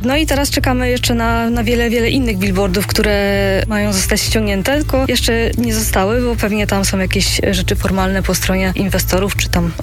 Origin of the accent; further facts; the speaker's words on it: Gliwice, Silesian Voivodeship, Poland; obserwowałam profil Gliwice Nie Hasiok, ja jestem z Gliwic